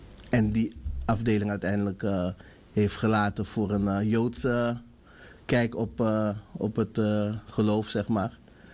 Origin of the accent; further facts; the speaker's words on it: Amsterdam, North Holland, Netherlands; born there; ik vertegenwoordig tegenwoordig de stichting Bring Christ Back. Ik ben geboren